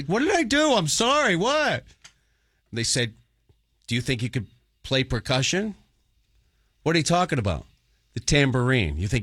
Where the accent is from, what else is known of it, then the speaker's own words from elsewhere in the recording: Worcester, Massachusetts, United States; growing up in Worcester, the city of the Seven Hills, the Paris, the 80s.